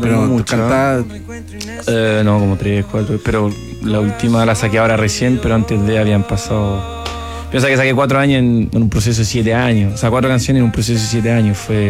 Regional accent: French Polynesia; now in Concón, Chile; cuando me crié en Tahití

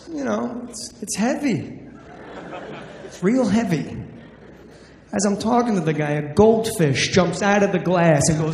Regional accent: New Jersey, United States; I'm from Jersey, man. I don't fuck around.

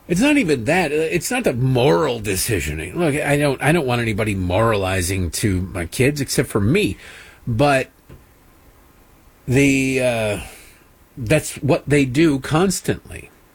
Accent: Detroit, Michigan, United States; Look, I'm from Detroit. We're not exactly a storied history.

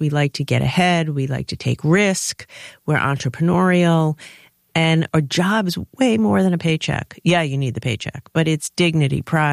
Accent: Rhode Island, United States; I'm from Rhode Island. That's a core thing about who I am. Youngest of 3 kids, working class Italian-American family. My grandpa was an immigrant from Italy, lived in the house with us.

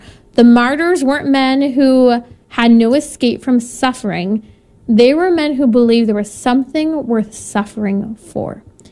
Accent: California, United States; I'm from California.

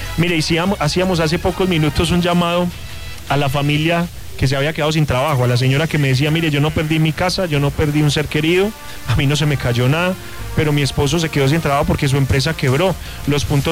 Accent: Pereira, Risaralda, Colombia; esos somos los pereiranos

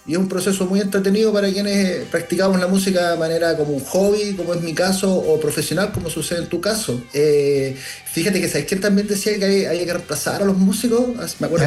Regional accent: Valparaíso, Chile; estaba en Valparaíso, mi ciudad natal, y había llovido

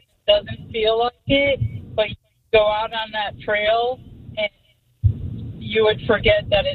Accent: Park Forest, Illinois, United States; I grew up in Park Forest.

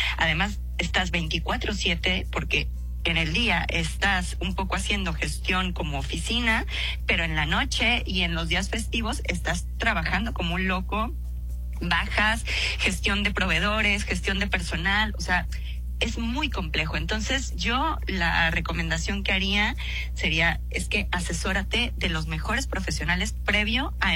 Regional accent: Mexico; moved away as an adult; now in Spain; los mexicanos hemos aprendido a ser un poco más cautelosos

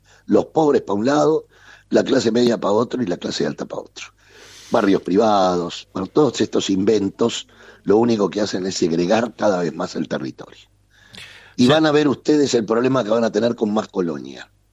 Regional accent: Montevideo, Uruguay; Yo nací en Jacinto Vera. En Jacinto Vera estaba el hijo del médico y el hijo del obrero textil, el hijo del obrero. Jugábamos al fútbol en la calle juntos. Eran barrios integrados.

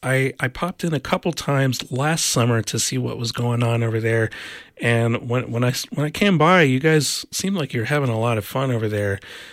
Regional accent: Warner Robins, Georgia, United States; now in Northern Michigan, United States; my hometown in Warner Robins, Georgia.

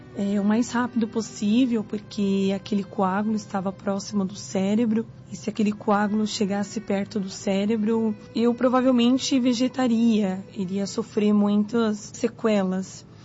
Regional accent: São Paulo, Brazil; eu sou do bairro de Sacomã, São Paulo. Hoje tenho 22 anos

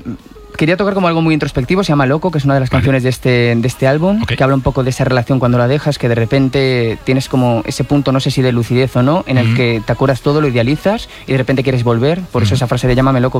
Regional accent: Valencian Community, Spain; Bueno, estoy intentando aprender a hacer paella ya, como buen valenciano

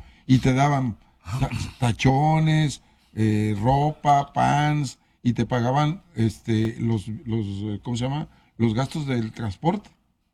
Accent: Jalisco, Nayarit, Mexico; En mi pueblo, Jalisco, Nayarit, se hace un torneo de barrios en agosto, que es la feria de mi pueblo.

